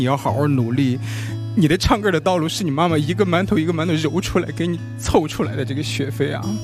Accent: Laoling, Shandong, China; 因为我是出生在山东最北边的一个县城德州涝陵，然后因为涝陵这个县城挨着河北比较近，所以涝陵有一个河北梆子剧团。嗯，那我爸爸是这个剧团里的音响师

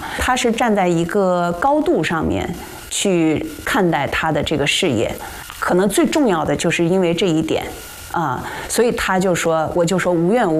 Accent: China

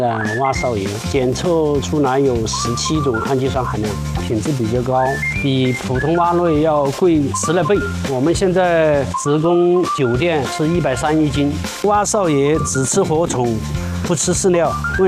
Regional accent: Chongqing, China; also born or lived in Guangdong; now in Ya'an, China; 我是重庆人，以前在广东做工程

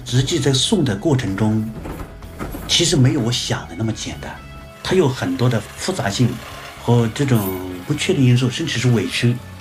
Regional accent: Susong, Anhui, China; moved away as an adult; now in Ningbo, China; 我来自安徽宿松，然后我来宁波主要的工作一直是货车驾驶员，

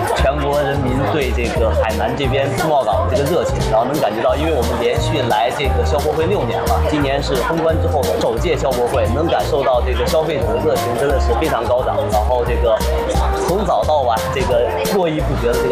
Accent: Canada; now in China; 然后我是从加拿大这个来到中国，然后带来了这个我们加拿大的这个各种好的产品

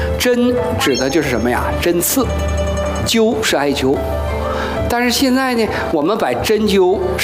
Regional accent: China; 我们中国人

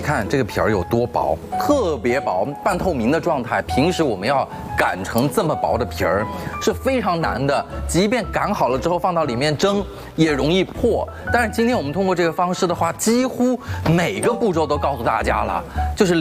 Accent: southern China, China; 我是一个南方人

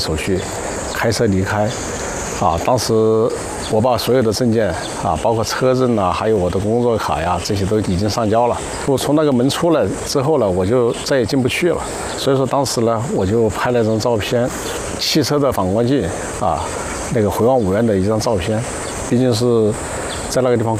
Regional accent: Chongqing, China; moved away; 我老家是在重庆嘛

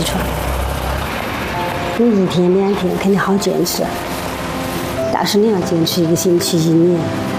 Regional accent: Zhejiang, China

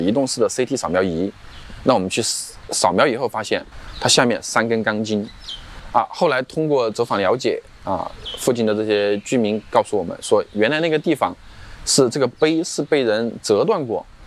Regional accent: Chongqing, China; 作为一个重庆人

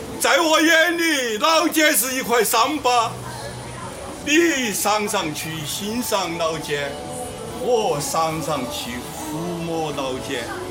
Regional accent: Xiahao, China; 我妈妈是土生土长，我也是那个地方土生土长。我75年都没离开过夏浩。

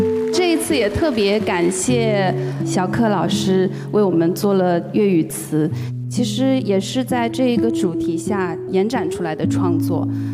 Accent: China

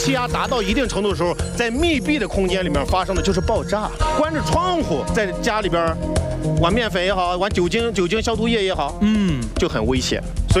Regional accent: Guilin, Guangxi, China; 大家知道我是来自广西桂林，都有很多很多的一些特产。

